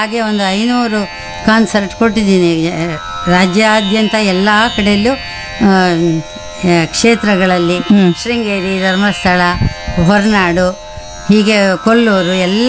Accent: Konanduru, Karnataka, India; also born or lived in Thirthahalli; ನಮ್ಮ ಬಾಲ್ಯ ಎಲ್ಲ ತೀರ್ಥಹಳ್ಳಿ ಹತ್ರ ಕೋಣಂದೂರು ಅಂತ, ಅಲ್ಲಿ 3ನೇ ಕ್ಲಾಸ್ವರೆಗೆ ಕಲಿತು. ನಂತರ ನಾನು ತೀರ್ಥಹಳ್ಳಿಯಲ್ಲಿ ನನ್ನ ವಿದ್ಯಾಭ್ಯಾಸ ಕಂಟಿನ್ಯೂ ಮಾಡಿ

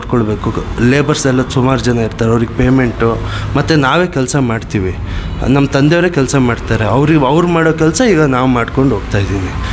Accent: Thirthahalli, Karnataka, India; also born or lived in Bengaluru; now in Thirthahalli, India; ನಾನು ಆ್ಯಕ್ಚುಲಿ ಎಲ್ಲ ಓದಿದ್ದೆಲ್ಲ ತೀರ್ಥಹಳ್ಳಿಲಿ.

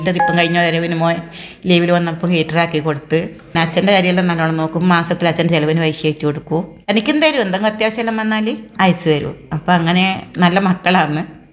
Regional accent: Pandalam, Kerala, India; now in Kannur, India; എന്റെ സ്വന്തം നാട് പന്തള വന്ന. നമ്മൾ പത്തനംതിട്ട ജില്ലക്കാരാ.

